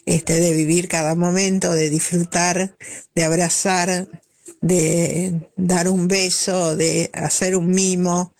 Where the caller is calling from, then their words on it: Acassuso, Buenos Aires Province, Argentina; de Acasuso.